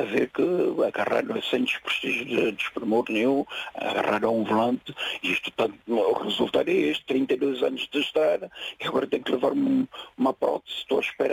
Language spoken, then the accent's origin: Portuguese; São Tomé, São Tomé & Príncipe; Eu sou originário de São Tomé.